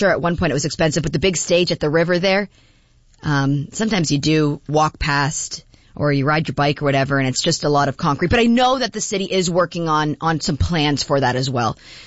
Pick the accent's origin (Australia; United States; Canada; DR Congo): Canada; We're Canadian. We love anything hockey.